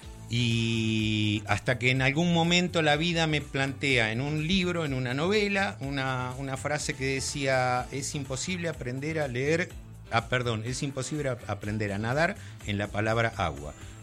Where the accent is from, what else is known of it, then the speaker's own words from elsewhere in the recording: Bahía Blanca, Buenos Aires Province, Argentina; Primero a reconocer mi país que no conocía. Me llevó 9 años conocer el norte. Yo soy de la Patagonia, digamos. Bahía Blanca es...